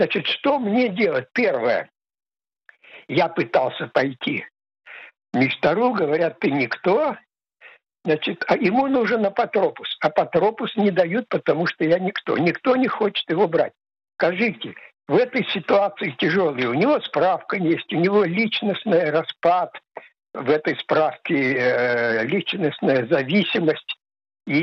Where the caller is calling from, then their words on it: Ashdod, Southern District, Israel; я звоню из Ашдода. Мне 80+